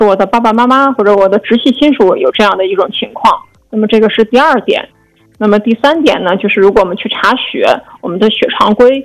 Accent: China

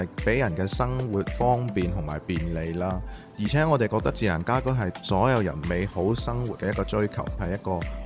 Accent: Macau; moved away; 我是来自于澳门的。

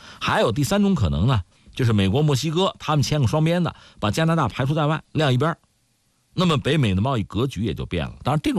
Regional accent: China

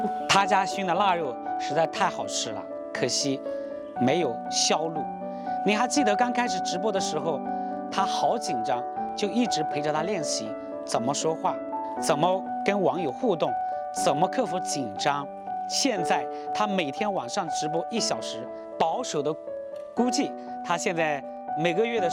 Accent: Hunan, China; 请您品尝我家乡的味道。

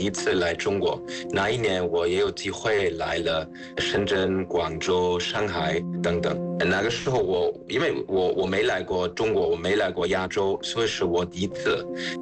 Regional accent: Trier, Rhineland-Palatinate, Germany; Chinese is a second language; moved away as an adult; also born or lived in Shanghai / Hong Kong; now in China; 我来自于德国特里亚，我住在中国8年，我在贸易公司在上海工作，我本科在德国读书

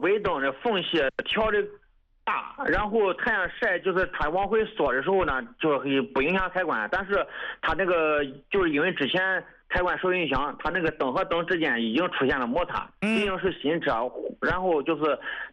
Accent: Xuzhou, Jiangsu, China; 就是徐州的

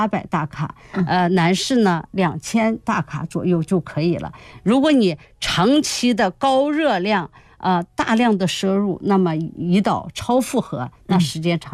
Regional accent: China; 而我们中国人恰恰是以餐后血糖高为主

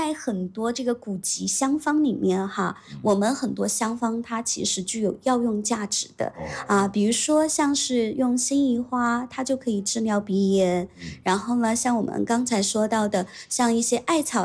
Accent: Guizhou, China; 我来自贵州

